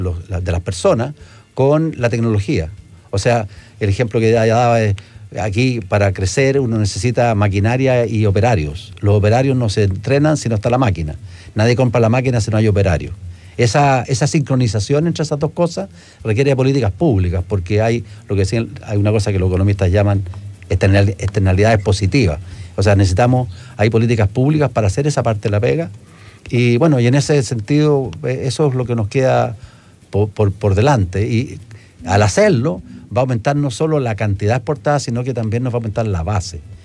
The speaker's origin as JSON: {"language": "Spanish", "country": "Chile", "said": "somos muchos los chilenos que nos ha tocado vivir allá o estudiar allá."}